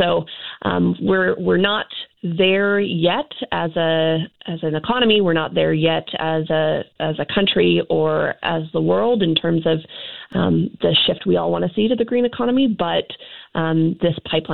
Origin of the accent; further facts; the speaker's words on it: British Columbia, Canada; as British Columbians, a lot of us are looking forward to the jobs that this is going to generate.